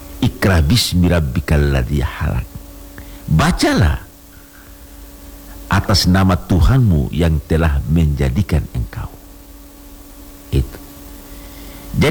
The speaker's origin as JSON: {"language": "Indonesian", "town": "Ternate", "region": "North Maluku", "country": "Indonesia", "said": "saya juga sebagai orang Ternate"}